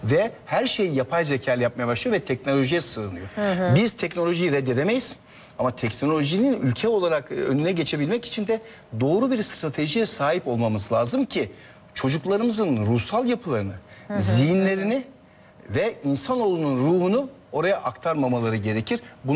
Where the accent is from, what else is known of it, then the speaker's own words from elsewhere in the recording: Rize, Turkey; Ben Rize'yim.